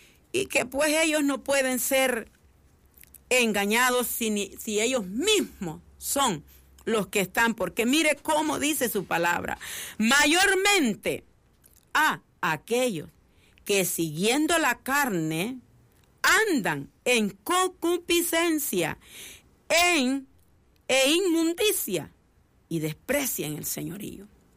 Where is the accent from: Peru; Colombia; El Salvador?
El Salvador